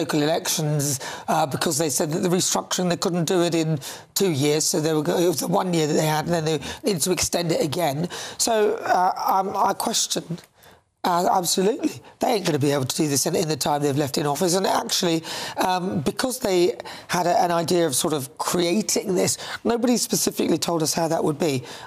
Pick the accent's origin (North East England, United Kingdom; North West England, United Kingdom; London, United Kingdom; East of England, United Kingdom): North East England, United Kingdom; Newcastle upon Tyne; I'm a Geordie. I'm further north than that.